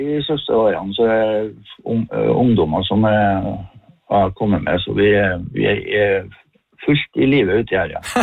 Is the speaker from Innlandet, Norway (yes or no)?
no; Råkvåg, Trøndelag, Norway; bygda våres Råkvåg på Indre Fosen